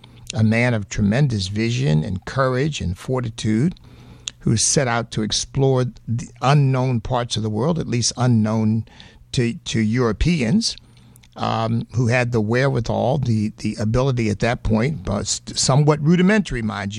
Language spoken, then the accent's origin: English; United States; I'm an American of African ancestry, but I'm not an African. I'm an American. And the American heritage is my heritage.